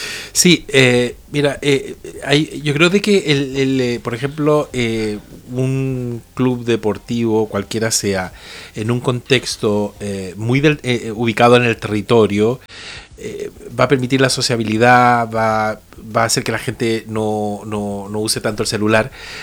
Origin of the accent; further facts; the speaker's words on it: Santa Cruz, O'Higgins, Chile; now in Paniahue, Chile; como yo soy de Santa Cruz, porque sí, yo nací aquí en Sanfurgo y me crié en la población Lautaro